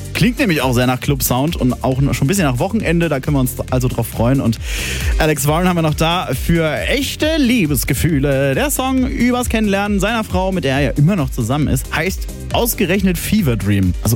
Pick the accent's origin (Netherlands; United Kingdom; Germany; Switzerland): Germany; Bavaria; Leute, ich komme ja aus Franken und da sagen wir zum heutigen Tag schöner Donnerstag.